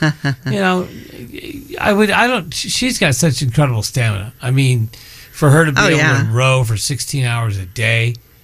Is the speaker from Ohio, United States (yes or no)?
no; Monterey, California, United States; From my hometown of Monterey, California, all the way to Honolulu.